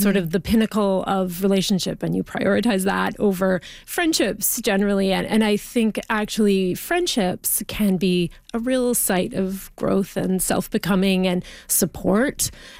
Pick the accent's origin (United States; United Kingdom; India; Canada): Canada; Ontario; Yes, well, I grew up in Northern Ontario. It's where I am from. It's sort of in my bones, I guess, and rural Northern Ontario, like in the bush on a dead end gravel road off the Trans-Canada Highway